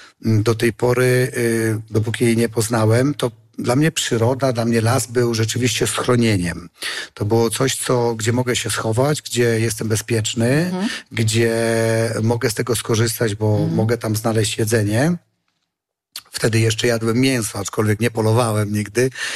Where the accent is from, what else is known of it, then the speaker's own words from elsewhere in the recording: Rospuda valley, Podlaskie Voivodeship, Poland; Ja się wychowałem troszkę nad Rozpudą, bo mój tato pochodzi z Raczek.